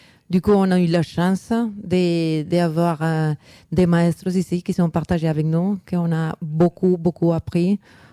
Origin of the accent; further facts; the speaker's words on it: Bogotá, Colombia; French is a second language; à Bogota, moi je suis de Bogota, à Bogota il y a une rueda de Boujérengues